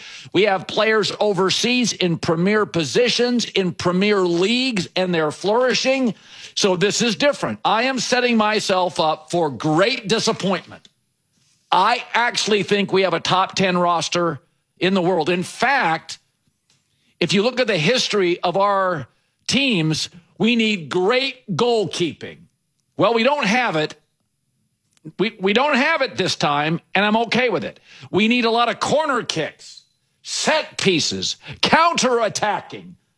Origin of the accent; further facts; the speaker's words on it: United States; because I'm the American media member that always has very conservative expectations.